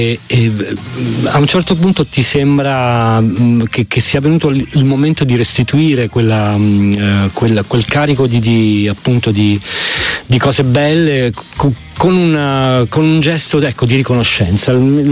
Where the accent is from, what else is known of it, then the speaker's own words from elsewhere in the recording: Naples, Campania, Italy; Sì, ma da napoletano prima o poi ti non scappi.